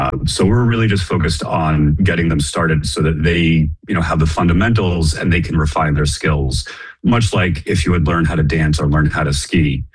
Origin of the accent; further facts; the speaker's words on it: Boston, Massachusetts, United States; So, I'm from Boston originally